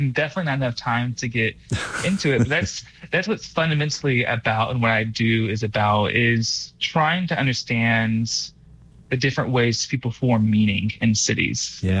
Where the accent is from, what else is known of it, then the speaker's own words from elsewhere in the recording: Austin, Texas, United States; moved away as an adult; I grew up around Austin, so music has always been part of my life.